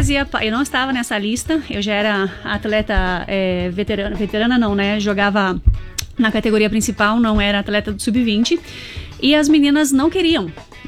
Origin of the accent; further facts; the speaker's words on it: Chapecó, Santa Catarina, Brazil; moved away as an adult; also born or lived in Spain; Sou barriga verde, sou natural aqui de Chapecó.